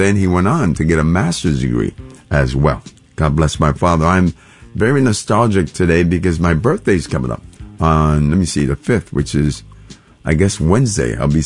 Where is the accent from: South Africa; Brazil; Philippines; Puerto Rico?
Puerto Rico; San Juan; And having been born in Old San Juan, I have, of course, pride and joy of being a son of the island, in the archipelago.